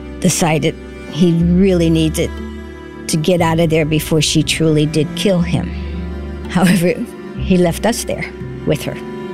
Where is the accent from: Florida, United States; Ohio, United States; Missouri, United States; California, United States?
Missouri, United States; St. Louis; born there; I was born in St. Louis, Missouri, raised Catholic, went to Catholic grade school and a Catholic high school.